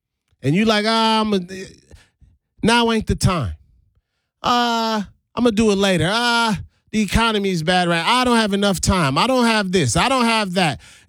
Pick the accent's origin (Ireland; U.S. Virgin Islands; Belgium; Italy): U.S. Virgin Islands; St. Thomas; now in Milwaukee, United States; And I'm from St. Thomas, the Virgin Islands. I believe in Milwaukee.